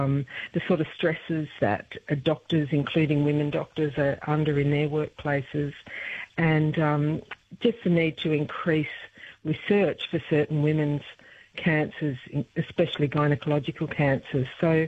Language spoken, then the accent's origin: English; Armidale, New South Wales, Australia; growing up in Armidale in a family that, you know, cared a lot about social justice and went to a school, O'Connor, that, you know, was very focused on social justice issues.